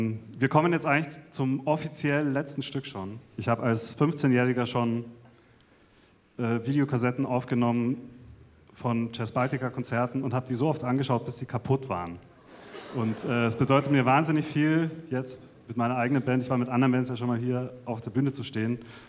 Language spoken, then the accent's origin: German; Bavaria, Germany; moved away; also born or lived in Munich / New York; ich komme ja eigentlich aus Oberbayern